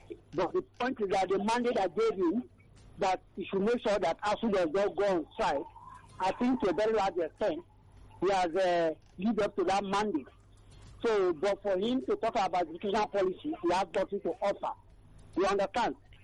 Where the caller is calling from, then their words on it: Abuja, Federal Capital Territory, Nigeria; I'm calling from Abuja.